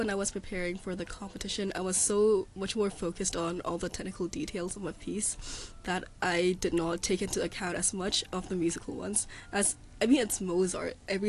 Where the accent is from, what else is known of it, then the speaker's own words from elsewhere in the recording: Hong Kong; I felt like I was really blessed, as growing up in Hong Kong, it has always been my lifelong dream of collaborating with one of the local professional orchestras